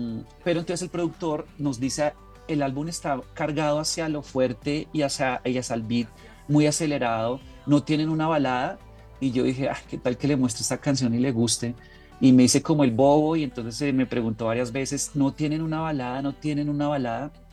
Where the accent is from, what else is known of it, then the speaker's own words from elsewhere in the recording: Bogotá, Colombia; Porque acá, como bogotanos, pues imagínate, ya hemos grabado como 15 videos en La Candelaria, otros 10 videos en el Neusa